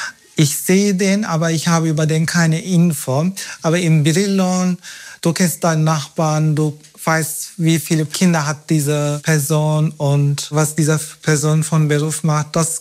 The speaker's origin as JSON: {"language": "German", "country": "Turkey", "tie": "born or raised there", "second_language": "German", "moved": "yes", "lives_now": "Germany", "said": "Zukunft, und in der Türkei alles entwickelt sich auch weiter. Viele meiner Freunde wohnen auch nicht mehr in meinem Heimatstadt, wenn ich dahin gehe."}